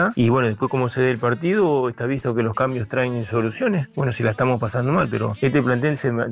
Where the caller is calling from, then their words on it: San Justo, Buenos Aires Province, Argentina; de San Justo